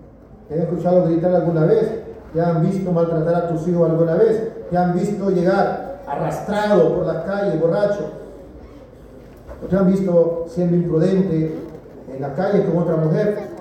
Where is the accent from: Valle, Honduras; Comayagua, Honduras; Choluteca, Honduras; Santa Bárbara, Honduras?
Comayagua, Honduras; Ajuterique; moved away; yo soy de Ajuterique.